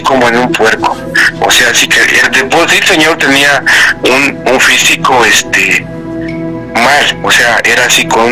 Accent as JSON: {"language": "Spanish", "region": "Mexico City", "country": "Mexico", "said": "Yo trabajo en la policía, en la noche. Soy de Ciudad de México."}